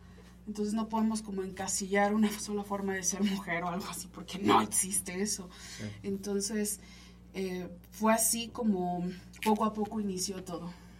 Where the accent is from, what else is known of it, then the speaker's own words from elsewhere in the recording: Villa Oluta, Veracruz, Mexico; moved away as an adult; now in Puebla, Mexico; hace 10 años, que fue justo cuando llegué a vivir a Puebla. Yo soy originaria del municipio de Villa Oluta, Veracruz